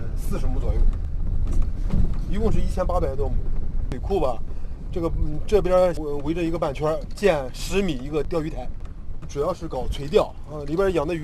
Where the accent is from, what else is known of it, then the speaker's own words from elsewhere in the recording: Laizhou, Shandong, China; 我是就说土生土长的前武关村人